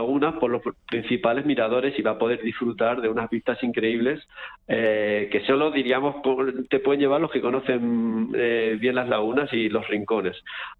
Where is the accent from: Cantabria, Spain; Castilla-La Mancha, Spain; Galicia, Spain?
Castilla-La Mancha, Spain; Villahermosa; Y mi pueblo, que es Villahermosa, son 1.500.